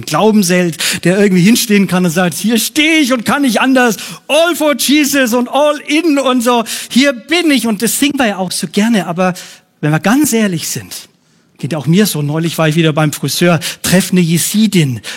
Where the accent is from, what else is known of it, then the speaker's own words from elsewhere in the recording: Bavaria, Germany; ich komme aus dem Bayerischen, Fränkischen